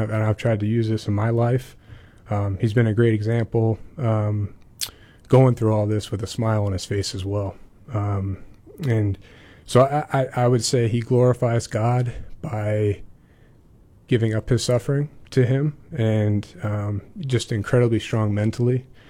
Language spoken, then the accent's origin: English; Boynton Beach, Florida, United States; moved away as an adult; also born or lived in Northeast United States / Pennsylvania; I grew up in West Palm Beach in Boynton Beach, Florida, on the East Coast.